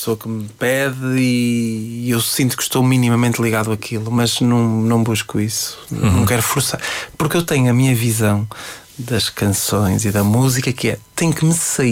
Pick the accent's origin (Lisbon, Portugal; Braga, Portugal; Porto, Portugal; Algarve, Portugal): Braga, Portugal; Fafe; Sabes que eu sou de Faf. Faf já é perto de Vila Real. Já é quase Vila Real.